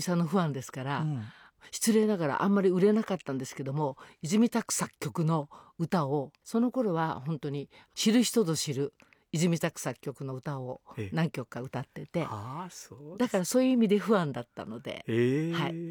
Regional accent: Tokai, Aichi, Japan; 私愛知県の出身なんですけれども

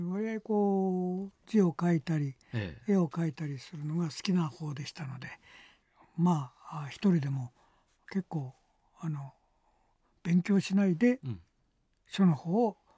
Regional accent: Hokkaido, Japan; moved away; 私は北海道の出身なんですが

